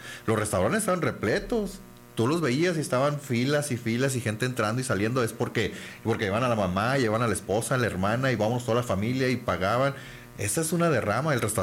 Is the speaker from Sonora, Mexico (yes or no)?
yes; Cananea, Sonora, Mexico; y los que somos de Cananea sabemos que todos los años eran utilidades buenas.